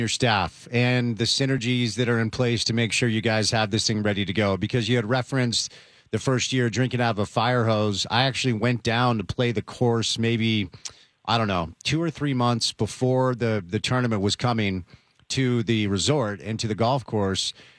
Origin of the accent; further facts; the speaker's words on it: Northeast, United States; now in Utah, United States; I grew up in the Northeast. I've lived here forever. I'm basically a local now, and I was born here.